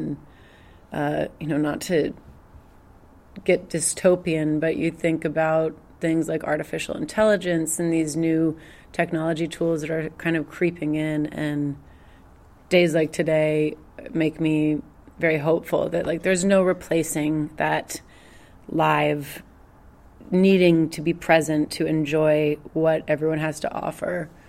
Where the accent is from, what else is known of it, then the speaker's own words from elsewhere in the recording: Tennessee, United States; I love Bonnaroo is amazing, and it's in my home state of Tennessee.